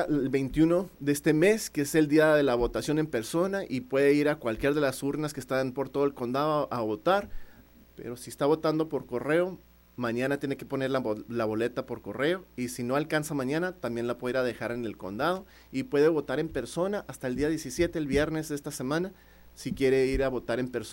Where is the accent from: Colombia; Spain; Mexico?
Mexico; Nogales, Sonora; moved away as an adult; regreso a mi pueblo, a mi pueblo natal